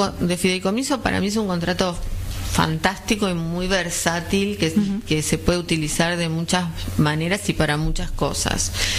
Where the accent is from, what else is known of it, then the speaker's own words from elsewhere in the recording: Tigre, Buenos Aires Province, Argentina; soy de Tigre